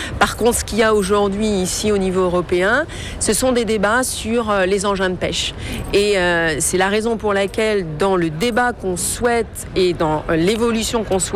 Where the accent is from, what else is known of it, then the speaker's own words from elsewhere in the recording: Brittany, France; je suis bretonne